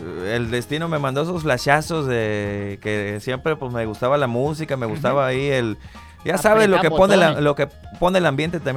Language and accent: Spanish; Veracruz, Mexico; Nosotros somos de Veracruz.